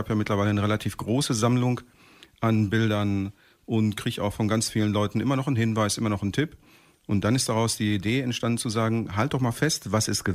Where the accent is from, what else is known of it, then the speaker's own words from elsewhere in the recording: Bockum-Hövel, North Rhine-Westphalia, Germany; also born or lived in Heessen; Ja, ich bin zwar in Heesen geboren, aber das ist doch das Einzige, was ich dann mal außerhalb von Bockum-Höfel so gemacht habe. Ansonsten immer schon in Bockum-Höfel und da fühle ich mich wohl und da werde ich auch bleiben.